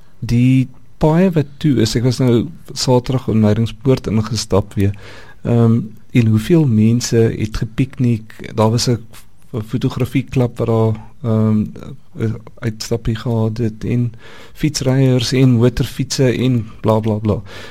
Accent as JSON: {"language": "Afrikaans", "region": "Western Cape", "country": "South Africa", "tie": "born or raised there", "said": "ek het in die Kongo groot geword en my voorouers ook"}